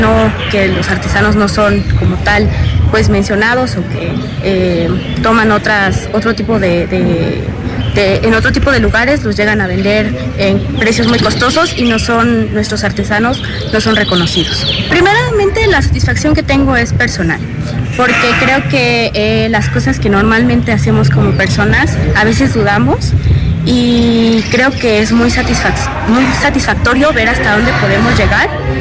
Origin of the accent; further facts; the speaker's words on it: San Cristóbal de las Casas, Chiapas, Mexico; soy de San Cristóbal de las Casas, Chiapas. Estudio en la Facultad, en la Benemérita Universidad Autónoma de Chiapas. Tengo 21 años de edad.